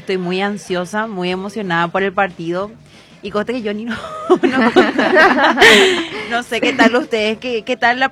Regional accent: Paraguay

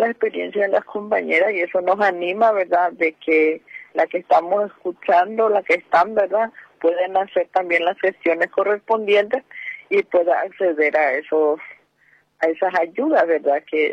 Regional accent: Chaco, Paraguay; Y vinimos del Chaco, 5 vinimos del Chaco, y también del Bajo Chaco, unas 3, 7 estamos.

